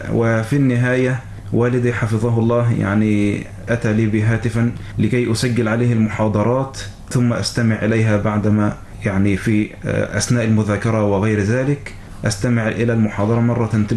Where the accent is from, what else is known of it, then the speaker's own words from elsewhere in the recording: Sidi Salem, Kafr El Sheikh Governorate, Egypt; في بلدتي قرية دمرو التابعة لمركز سيدي سالم محافظة كفر الشيخ.